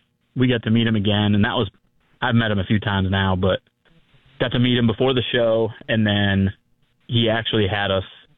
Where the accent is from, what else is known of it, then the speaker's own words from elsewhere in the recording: Minnesota, United States; now in Nashville, United States; I'm originally from Minnesota, but I live in Nashville now.